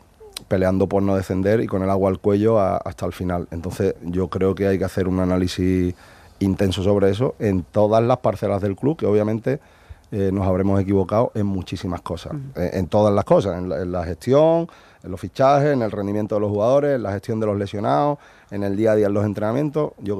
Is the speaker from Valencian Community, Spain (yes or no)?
no; Cádiz, Andalusia, Spain; Yo también he sido muy de la opinión, porque también he sido canterano y soy gaditano